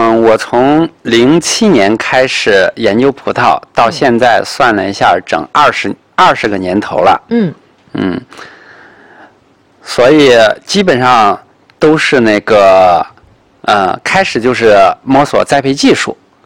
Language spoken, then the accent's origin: Chinese; Nanyang, Henan, China; moved away as an adult; now in Tianjin, China; 我的老家是南阳。